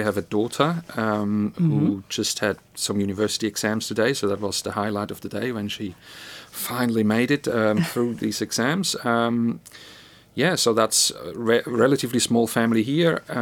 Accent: Erlenbach, Zurich, Switzerland; moved away as an adult; now in Adelaide, Australia; I grew up in Zurich, or in Erlenbach, just outside Zurich on the lake shore, on the shore of the Lake Zurich. Went to school there, went to high school in Zurich

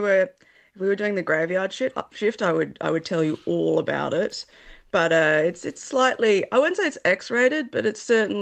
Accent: Wollongong, New South Wales, Australia; every time I meet someone from Newcastle and I say I'm from Wollongong

